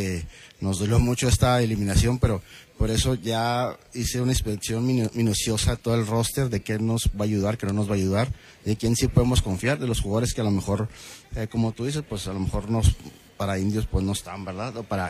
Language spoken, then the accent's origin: Spanish; Chihuahua, Mexico; Pero pues al final del día todos somos chihuahuenses, todos somos amigos, ¿verdad?